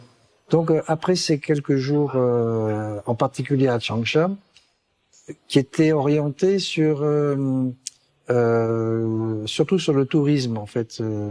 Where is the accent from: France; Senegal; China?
France; je suis français et que j'habite en France.